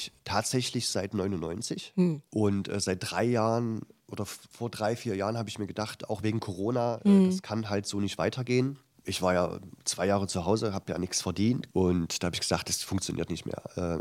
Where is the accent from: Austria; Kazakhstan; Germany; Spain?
Germany; Halle, Saxony-Anhalt; born or raised there